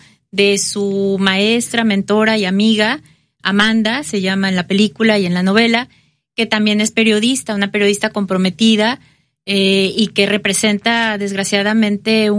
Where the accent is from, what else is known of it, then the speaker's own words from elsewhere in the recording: Xalapa, Veracruz, Mexico; mi hermano y yo sí somos de Jalapa.